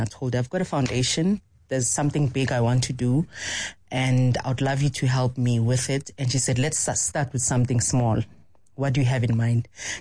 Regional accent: Alexandra, Gauteng, South Africa; born or raised there

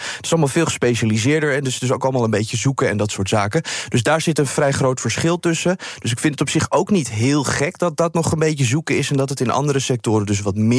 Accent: Netherlands

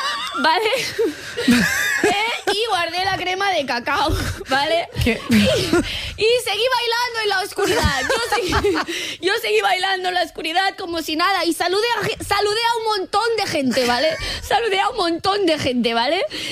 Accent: Catalonia, Spain; En mi tote bag, porque ya sabemos que soy catalana.

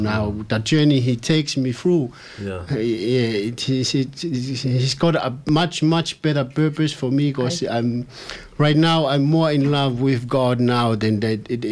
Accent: Tonga; English is a second language; now in Australia; Yes, I came from Tonga to Australia. I think every Tongan a boy, when he moved from Tonga to Australia, we have a desire to build up our financial life, to have a better life, to have a better living.

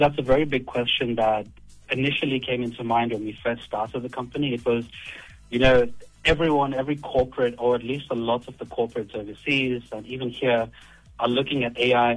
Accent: South Africa; moved away as an adult; also born or lived in Australia; I have to come back here and I have to contribute towards my home country.

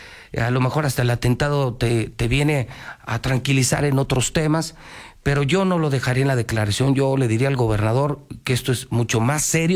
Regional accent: Mexico

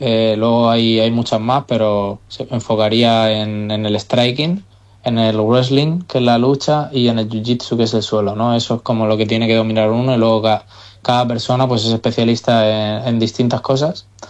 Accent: Alicante, Valencian Community, Spain; ahora mismo tengo 33 años, soy nacido en Alicante ya te digo, esta tierra es mi casa, ¿no?

